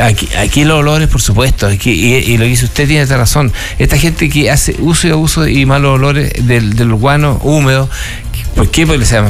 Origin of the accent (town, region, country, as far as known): Curicó, Maule, Chile; born or raised there